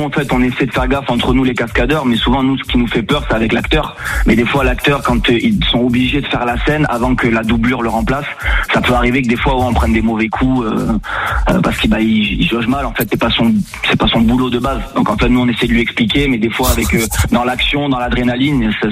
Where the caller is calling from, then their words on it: Ozoir-la-Ferrière, Île-de-France, France; Je vous appelle de Ozoir-la-Ferrière, en Seine-et-Marne.